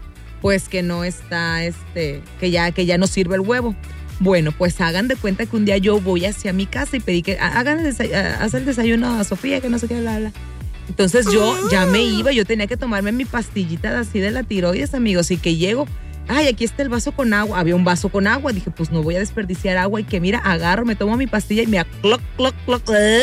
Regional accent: Mexico; las frases que decimos como mexicanos

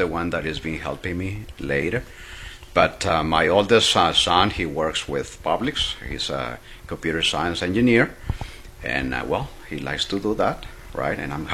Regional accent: Durango, Mexico; born there; English is a second language; moved away; Well, I was born in Mexico, Durango State, and it's been like a family-owned business since I was little.

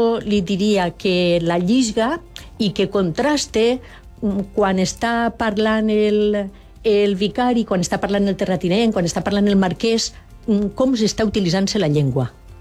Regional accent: Valencian Community, Spain; I nosaltres som valencians

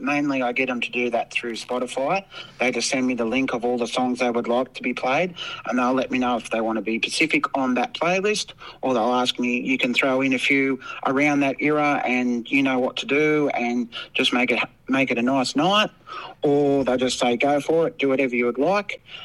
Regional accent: Queanbeyan, New South Wales, Australia; born there; Even though I was born in Queanbeyan, and it's near Canberra.

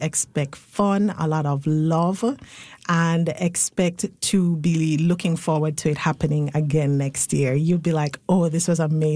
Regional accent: Jamaica; now in St. John's, Canada; for a lot of us, we look at what's happening back home

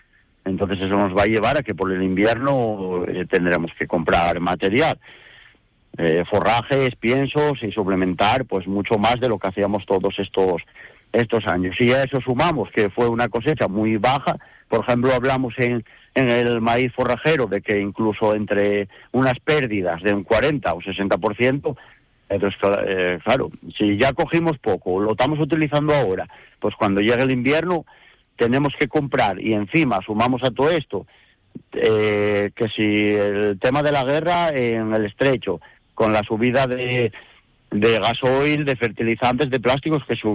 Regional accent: Asturias, Spain; yo creo que como asturianos

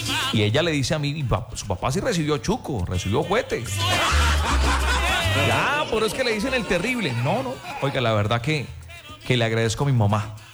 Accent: Cúcuta, Norte de Santander, Colombia; born there; la sangre de mi madre que viene de Boyacá. Pero yo, obviamente, no niego mi tierra. Soy cucuteño, nací en el Hospital San Juan de Dios, que ya no existe.

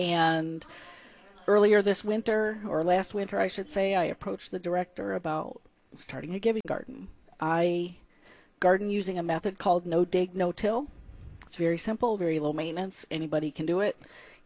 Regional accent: Saginaw, Michigan, United States; moved away; also born or lived in Virginia; So I've been I'll say back in the Tri-Cities area for the last year. I'm from Saginaw originally, but have lived away for about 30 years. And at my last home in Virginia

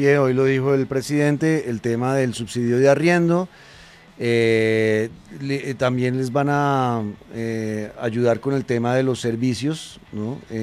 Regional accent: Bogotá, Colombia; Desde Bogotá, como capitalino, como rolo, como bogotano, me duele muchísimo ver todo lo que está ocurriendo en mi país. Soy colombiano

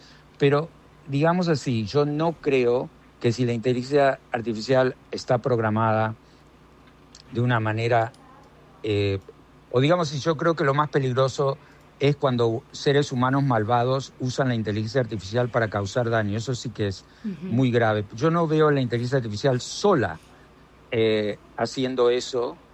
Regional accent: Buenos Aires, Argentina; born there; siendo ciudadano argentino, porque yo soy ciudadano argentino, nacido en Buenos Aires

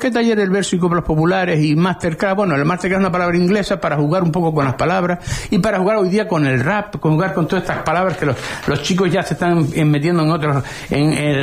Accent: Arrecife, Canary Islands, Spain; also born or lived in La Tiñosa; Porque yo empecé desde niño viviendo, vine, me trasladé de La Tiñosa de Arrecife, y creo que tengo, por lo menos yo mismo me tengo un compromiso moral con Arrecife.

